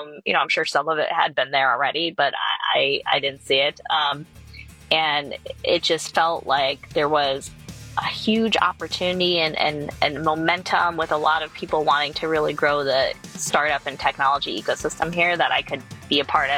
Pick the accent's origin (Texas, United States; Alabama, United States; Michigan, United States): Michigan, United States; North Branch; moved away as an adult; I grew up in North Branch, Michigan.